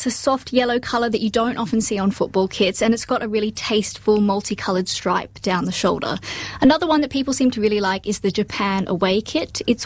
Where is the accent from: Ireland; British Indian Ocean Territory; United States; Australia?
Australia; And yes, as an Aussie, I hate to say it